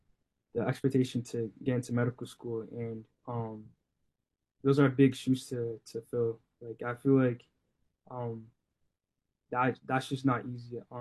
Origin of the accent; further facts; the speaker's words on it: United States; born there; obviously we grew up in two way different generations and also two different cultures too. I'm an American born and they're both born in Haiti.